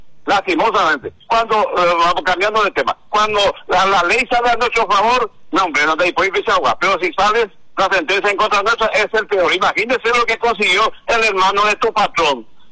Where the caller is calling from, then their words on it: Paraguay; lo que me indigna como ciudadano paraguayo